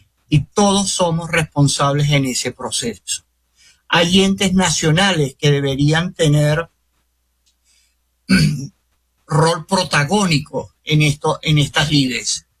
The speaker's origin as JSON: {"language": "Spanish", "country": "Venezuela", "said": "Lo primero que debemos entender como venezolanos es que justamente vivimos en un país sísmico."}